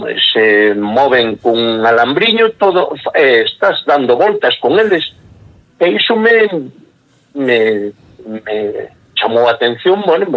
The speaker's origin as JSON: {"language": "Galician", "town": "Alto de Cuxeiros", "region": "Galicia", "country": "Spain", "lives_now": "San Andrés de Comesaña, Spain", "said": "No, bueno, eu son do Alto de Cuxeiros. E por circunstancias do amor, pois agora estou en San Andrés de Comesaña, aquí ao lado da igrexa."}